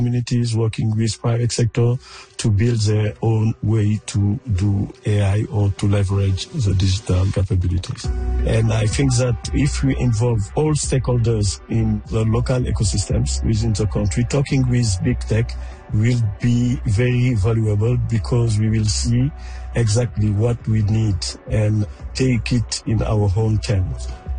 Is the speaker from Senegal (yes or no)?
yes; Senegal; from Senegal.